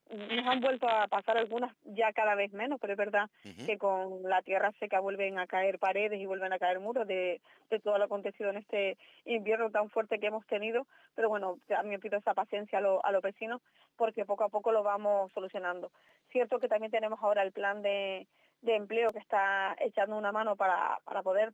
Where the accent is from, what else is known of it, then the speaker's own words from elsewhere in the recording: Teror, Canary Islands, Spain; nací en Arbejales y vivo en Arbejales y al final es mi barrio